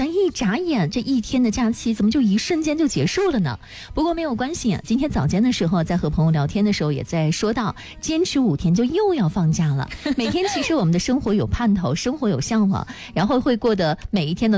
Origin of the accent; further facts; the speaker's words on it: Shanxi, China; 之前在网络上说到说我们山西人是喜欢午睡的